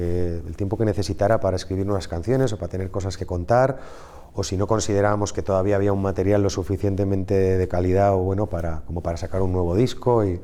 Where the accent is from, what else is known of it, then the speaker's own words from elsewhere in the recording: San Sebastián, Basque Country, Spain; en el norte, de donde yo soy, por ejemplo, en Donosti